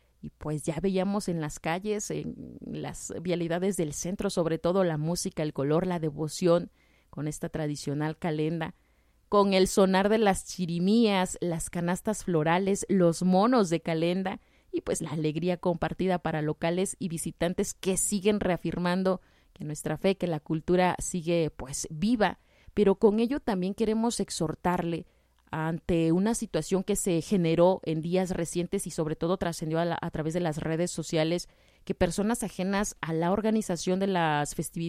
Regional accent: Oaxaca, Mexico; ¿Y qué tenemos que hacer nosotros como, pues, oaxaqueños, como locales?

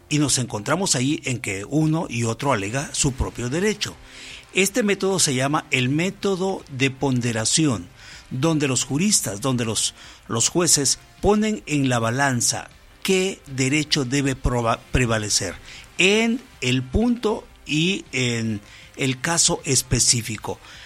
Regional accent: Mexico

